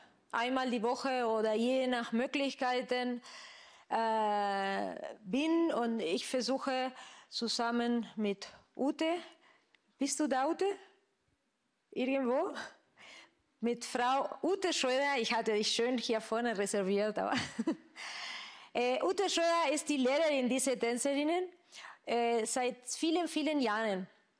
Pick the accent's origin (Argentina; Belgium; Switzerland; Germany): Argentina; German is a second language; Weil auch für die nicht wissen, ich komme aus Argentinien. Und in Argentinien Tango ist unsere Nationaltanz.